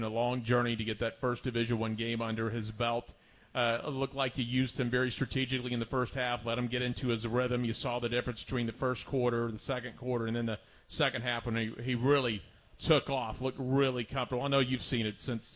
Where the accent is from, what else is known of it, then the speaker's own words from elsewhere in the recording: the South, United States; we're from the South